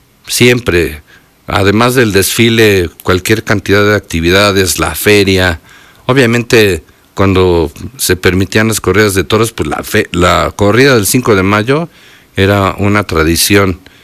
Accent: Puebla, Mexico; como los poblanos estamos de feria, pues también habrá actividades en la feria.

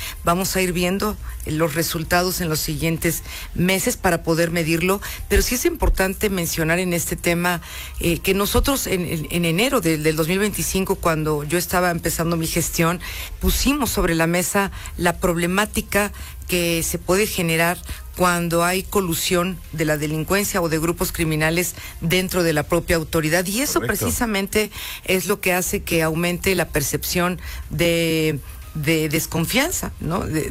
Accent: Teziutlán, Puebla, Mexico; yo soy de Teciutlán, soy teciuteca

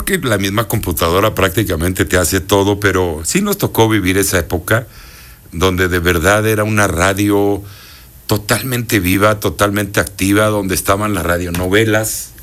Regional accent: Puebla, Mexico; Nací en Puebla.

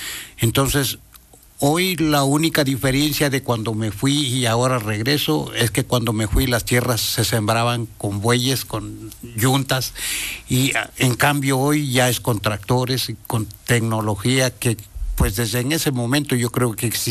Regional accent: Tehuitzingo, Puebla, Mexico; moved away; also born or lived in United States; la comunidad de donde soy originario, que es Atopueltitlán, Tehuixingo, Puebla

